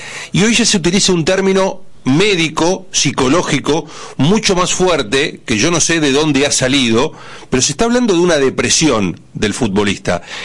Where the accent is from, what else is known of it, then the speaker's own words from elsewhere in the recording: Argentina; como argentinos, nos preocupa